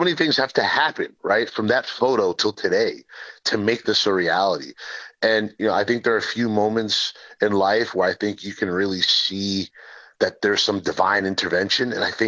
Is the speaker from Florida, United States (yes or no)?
yes; Florida, United States; born or raised there